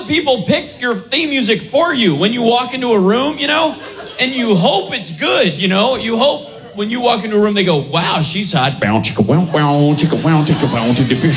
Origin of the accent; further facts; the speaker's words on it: Kentucky, United States; I'm from Kentucky, and that's what I used to get.